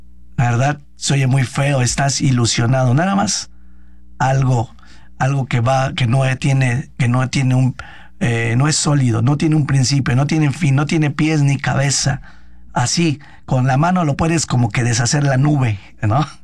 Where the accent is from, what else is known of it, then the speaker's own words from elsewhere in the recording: Mexico; somos el pueblo mexicano